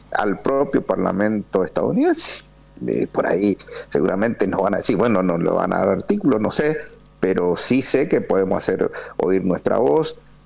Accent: Argentina; pero también sabemos que como argentinos tenemos que levantar nuestra voz

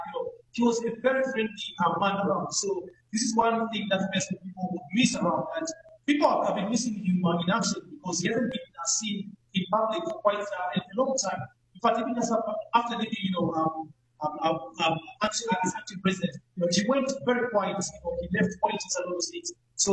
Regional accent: Zambia; born there; I don't know any other country as my home because I was born here in Zambia.

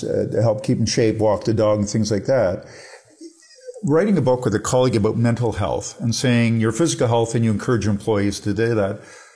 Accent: Toronto, Ontario, Canada; When I grew up in Toronto many years ago, north of Steeles were farms.

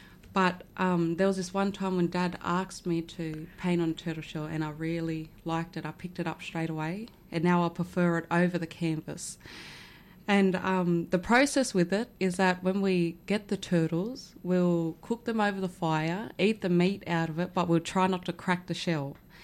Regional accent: Woodenbong, New South Wales, Australia; Well, we're from Mooli Mooli, the community of Woodenbong. So that's where my family come from, and here.

